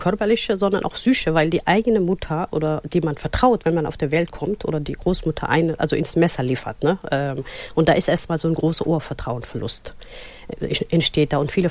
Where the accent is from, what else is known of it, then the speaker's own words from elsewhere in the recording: Somalia; Also in meinem Heimatland Somalia ist seit 91 Bürgerkrieg und es können nur, Schule ist privat, also $20 im Monat.